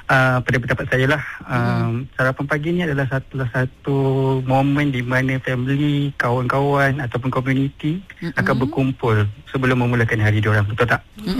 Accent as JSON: {"language": "Malay", "region": "East Coast", "country": "Malaysia", "moved": "yes", "lives_now": "Shah Alam, Malaysia", "said": "saya sebagai seorang anak perantau. Saya rindulah masakan kampung, tradisi kampung apa semua daripada actually saya daripada Pantai Timur."}